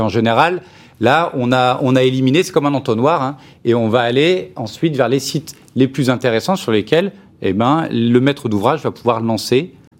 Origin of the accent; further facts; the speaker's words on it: Chambéry, Auvergne-Rhône-Alpes, France; je viens de Chambéry